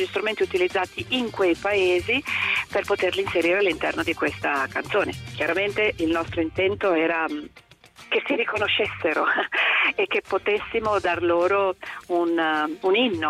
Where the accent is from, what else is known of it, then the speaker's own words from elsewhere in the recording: Bologna, Emilia-Romagna, Italy; io sono bolognese